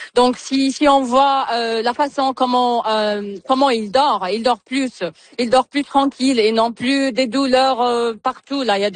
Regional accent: New Brunswick, Canada; Je suis de Nouveau-Brunswick, je suis pas d'ici

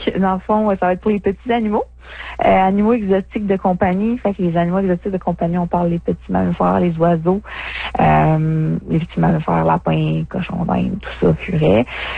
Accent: Rouyn-Noranda, Quebec, Canada; now in Abitibi-Ouest, Canada; moi, je viens de Rouyn-Noranda.

